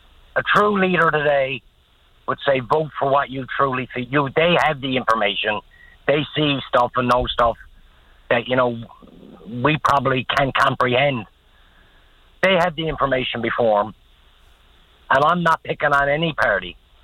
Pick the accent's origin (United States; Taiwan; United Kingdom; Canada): Canada; Newfoundland and Labrador; I truly hope that they have the courage today to vote by way of being a Newfoundlander.